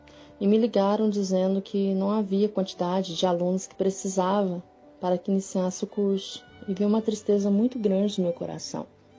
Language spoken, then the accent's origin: Portuguese; Campos Gerais, Minas Gerais, Brazil; eu sou do estado de Minas Gerais, sou da cidade de Campos Gerais.